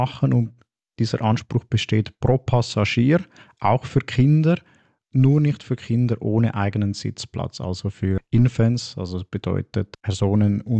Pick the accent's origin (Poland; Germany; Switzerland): Switzerland; Und solche Urteile sind bei uns in der Schweiz nicht direkt anwendbar.